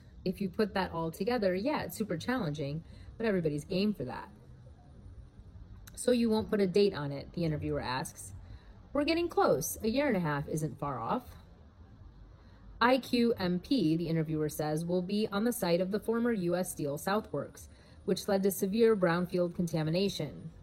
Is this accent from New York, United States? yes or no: yes; New York City, New York, United States; We didn't have any money growing up in New York City. I went to all public schools and commuted to my magnet high school.